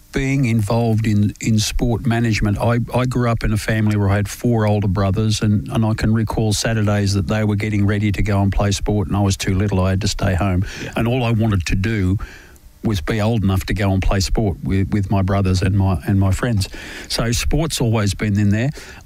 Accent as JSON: {"language": "English", "country": "Australia", "said": "I think the other part where I felt most proud of being an Australian"}